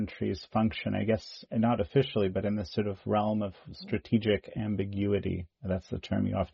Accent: Canada; I mean, I'm Canadian, and we have a disproportionately large number of Canadian viewers.

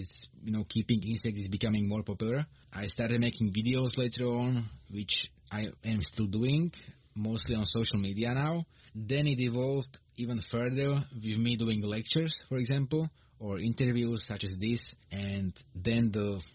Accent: Bielý Kostol, Slovakia; English is a second language; I'm from Bielý Kostol in Slovakia.

